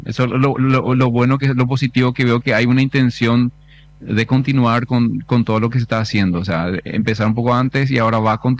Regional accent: Capiatá, Central, Paraguay; Yo soy del municipio de Capiatá

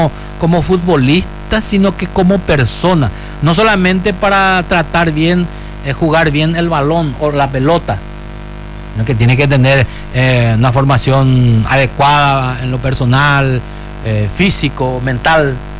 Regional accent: Paraguay; nosotros acá en Paraguay

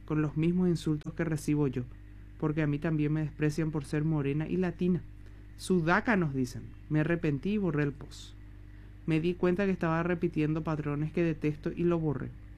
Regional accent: Paraguay; Mi principal compromiso es ser la voz del pueblo paraguayo, decir lo que ellos no pueden y defender a mi país

